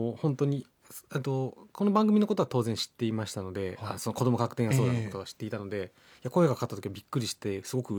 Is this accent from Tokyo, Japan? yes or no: yes; Tokyo, Japan; moved away; also born or lived in Shizuoka / Hokkaido; 里帰り出産で静岡で生まれただけで育ちは東京ですね、